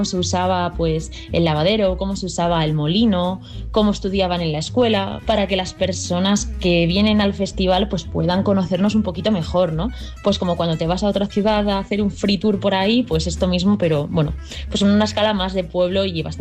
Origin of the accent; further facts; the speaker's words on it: Valle de Sajambre, Castile and León, Spain; mi pueblo. El Valle de Sajambre, la verdad es que es un lugar muy especial. Está situado en pleno Parque Nacional de los Picos de Europa